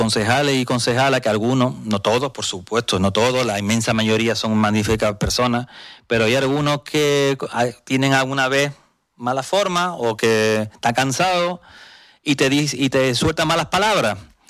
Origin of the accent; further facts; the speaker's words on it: Andalusia, Spain; now in Canary Islands, Spain; soy andaluz y somos muy supersticiosos.